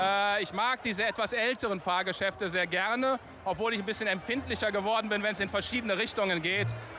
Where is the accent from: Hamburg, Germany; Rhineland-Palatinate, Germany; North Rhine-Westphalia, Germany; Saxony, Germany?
North Rhine-Westphalia, Germany; Ich bin ja selbst ein Kind der Schell-Sieg und bin hier groß geworden, aufgewachsen. Für mich ist das ein Stück Heimat, Tradition, wo ich mich sehr wohl fühle.